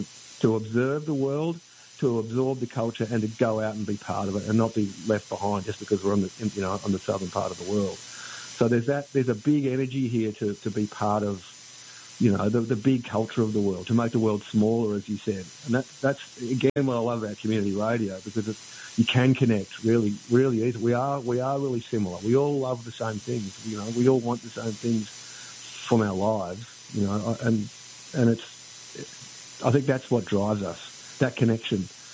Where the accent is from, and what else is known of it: Australia